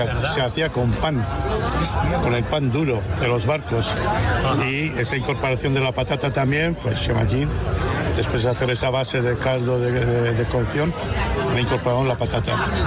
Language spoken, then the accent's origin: Spanish; San Sebastián, Basque Country, Spain; now in Hendaye, France; soy donostiarra, pero resido en Hendaya hace 30 años, soy cocinero